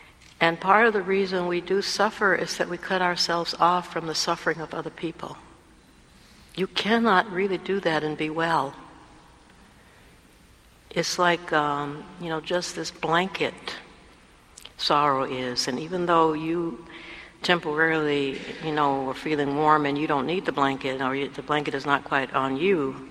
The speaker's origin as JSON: {"language": "English", "region": "the South", "country": "United States", "tie": "born or raised there", "said": "I grew up in the South where every white man was just like Donald Trump."}